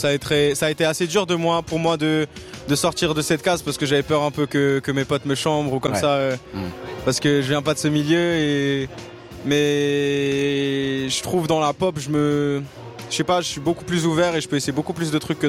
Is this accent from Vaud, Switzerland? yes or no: yes; Renens, Vaud, Switzerland; Renan, en vrai, c'est là où j'ai grandi toute ma vie. Ça fait partie de mon histoire et je le décris dans ma musique parce que c'est là où j'ai vécu. Et en vrai, c'est un quartier populaire où il y a un peu de tout.